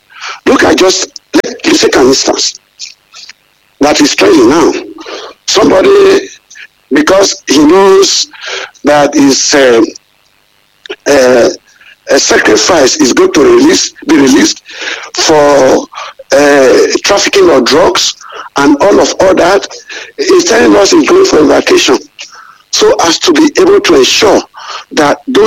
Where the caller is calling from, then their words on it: Ibadan, Oyo, Nigeria; I am from Ibadan. … I'm in Ibadan.